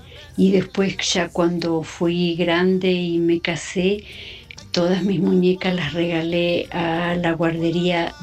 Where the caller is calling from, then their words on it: Chichinales, Río Negro, Argentina; de Chueletre, el Río Negro.